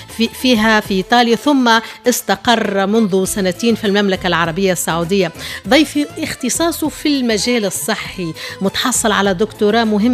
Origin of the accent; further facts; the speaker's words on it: Tunisia; also born or lived in France / Finland / Italy; now in Saudi Arabia; أنا تونسي ومرحبا بكم الكل.